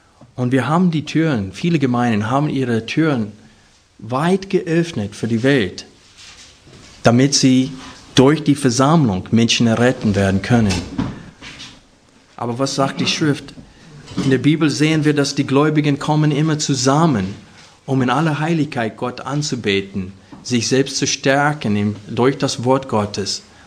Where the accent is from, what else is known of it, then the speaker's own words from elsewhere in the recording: United States; Als ich letztes Jahr um diese Jahreszeit in Amerika war, habe ich wo ich aufgewachsen bin, meine Verwandten besuchen können.